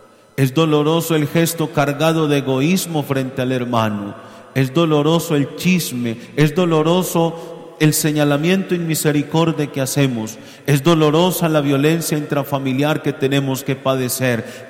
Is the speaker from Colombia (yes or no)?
yes; Colombia; now in Angostura, Colombia; somos hermanos, que somos colombianos